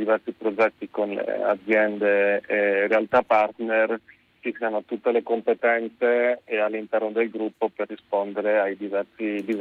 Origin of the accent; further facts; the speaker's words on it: Friuli-Venezia Giulia, Italy; moved away as an adult; sono sempre stato fuori regione, sono friulano, dopo la fine delle superiori sono stato parecchio in giro